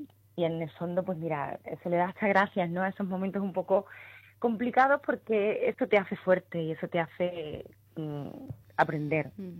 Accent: Coria del Río, Andalusia, Spain; also born or lived in Madrid; en Sevilla, concretamente en mi tierra, pues se me ha visto pues desde que era una niña

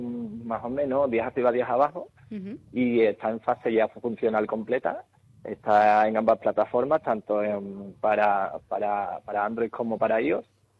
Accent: Chipiona, Andalusia, Spain; now in Seville, Spain; yo soy de Cádiz, soy de Chipiona

